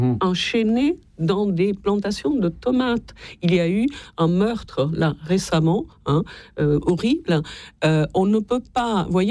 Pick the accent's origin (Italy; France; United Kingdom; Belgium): Italy